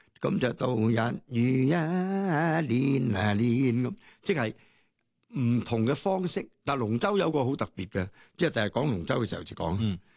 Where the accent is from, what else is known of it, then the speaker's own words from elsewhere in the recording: Guangdong, China; 因为我哋广东人咧叫嗰个系轻拍，叫做钉噶嘛，